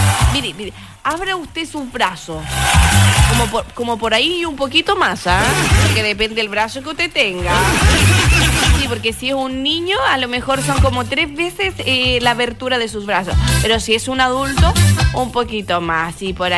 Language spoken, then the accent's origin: Spanish; Chile